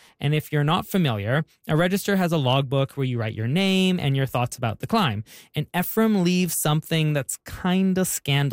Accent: Jasper, Alberta, Canada; probably because I grew up in Jasper National Park, which is right smack in the middle of the Canadian Rockies in Alberta.

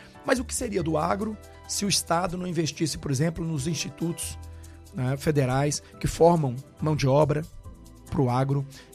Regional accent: Brazil

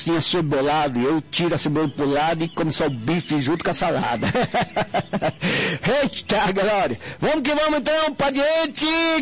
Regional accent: Mato Grosso do Sul, Brazil; a gente é lá do Mato Grosso do Sul

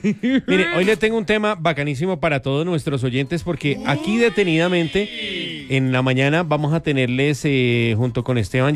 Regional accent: Colombia

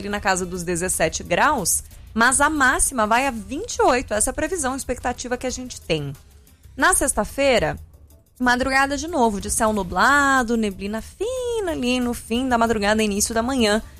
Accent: Curitiba, Paraná, Brazil; now in São Paulo, Brazil; Não, eu brinco que eu, como curitibana, sei aproveitar qualquer 15 minutos de sol que me dão.

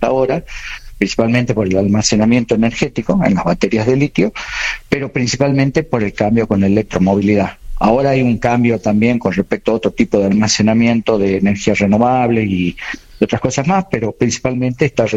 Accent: Salta, Argentina; Salta. En Salta. Yo soy salteño, sí, y vivo, sí, en Salta

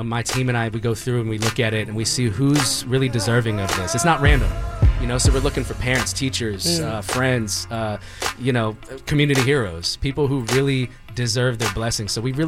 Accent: Philippines; I'm Filipino.

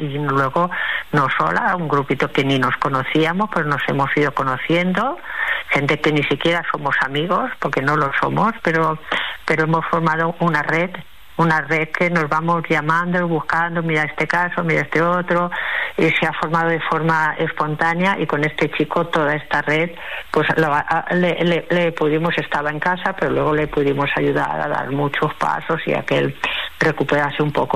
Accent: Badalona, Catalonia, Spain; la primera vez que yo volví a Badalona, yo soy de Badalona, pero he estado muchos años viviendo fuera de Badalona

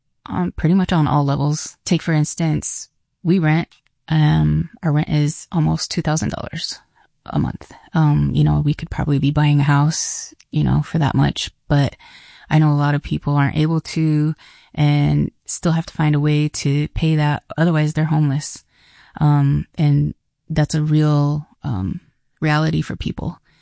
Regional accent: Des Moines, Iowa, United States; also born or lived in Emmetsburg; now in Sioux City, United States; So I grew up in Des Moines. I was born in Emmitsburg. And I think I came to Sioux City like in my 20s. So I've been here ever since. We live in Morningside.

